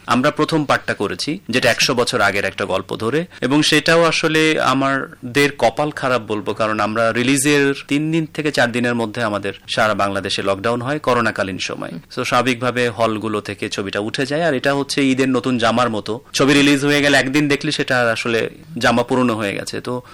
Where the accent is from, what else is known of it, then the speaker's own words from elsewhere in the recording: Bangladesh; also born or lived in Kolkata; আমি বাংলাদেশের একজন নাগরিক